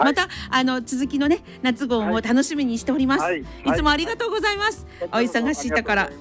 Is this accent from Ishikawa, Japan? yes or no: yes; Ishikawa, Japan; 私らここで生まれ育ってる、石川でね生まれ育ってるので、